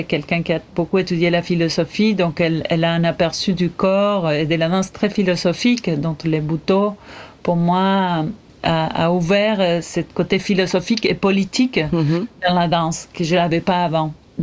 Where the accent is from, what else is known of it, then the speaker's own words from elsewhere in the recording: Entre Ríos, Argentina; also born or lived in Córdoba; Ben oui, ben, je peux dire que je suis née à Cordoba. Après, j'ai grandi plus en Entre Ríos, justement du côté de l'Uruguay